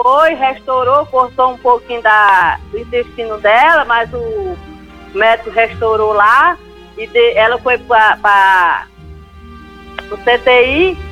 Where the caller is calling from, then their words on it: Divinópolis, Minas Gerais, Brazil; Divinópolis, Minas Gerais.